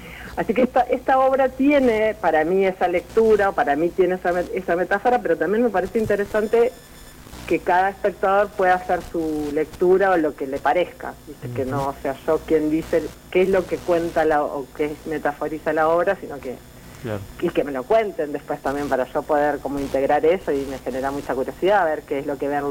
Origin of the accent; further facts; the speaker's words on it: Argentina; somos todos argentinos